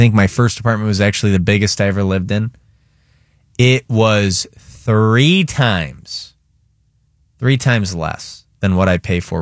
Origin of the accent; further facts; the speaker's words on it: Detroit, Michigan, United States; now in Tampa Bay, United States; I was raised in Detroit, Michigan. People there are very proud, yeah.